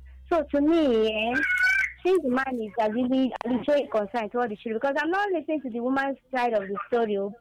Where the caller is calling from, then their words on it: Abuja, Federal Capital Territory, Nigeria; I'm calling from Abuja.